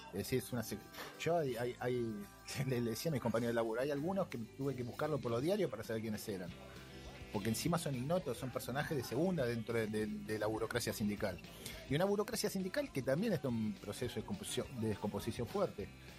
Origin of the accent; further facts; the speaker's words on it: Mar del Plata, Buenos Aires Province, Argentina; yo soy de Mar del Plata